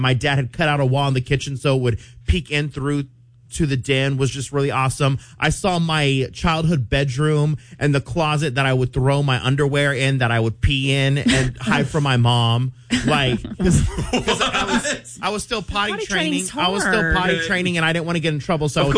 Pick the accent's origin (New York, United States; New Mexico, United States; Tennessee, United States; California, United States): New Mexico, United States; Hobbs; moved away; Yes, I was born in Hobbs, New Mexico, and the first house I remember growing up in was on a street named Brecken Street.